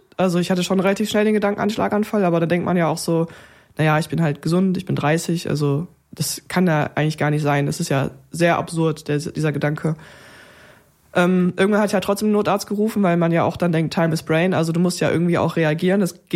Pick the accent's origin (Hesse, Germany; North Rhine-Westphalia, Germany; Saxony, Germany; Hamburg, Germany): North Rhine-Westphalia, Germany; Cologne; es ist, wie es ist, als Kölsche Mädel